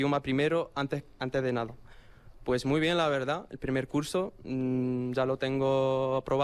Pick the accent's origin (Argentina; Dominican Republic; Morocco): Morocco; now in Spain; Soy de Marruecos.